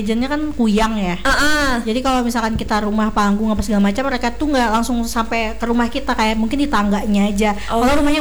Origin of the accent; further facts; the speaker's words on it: Sampit, Central Kalimantan, Indonesia; Aku kan besarnya di Kota Sampit ya, di Kota Waringin Timur.